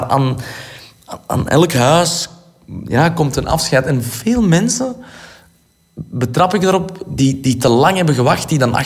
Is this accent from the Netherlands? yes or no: no; Antwerp, Flanders, Belgium; Hier in Antwerpen, we hebben de mooiste toren van alle torens in de wereld. Die zal altijd roepen naar mij. Altijd. Dus dat kan ik me moeilijk inbeelden dat die stad... Dat ik die ooit echt helemaal zou verlaten.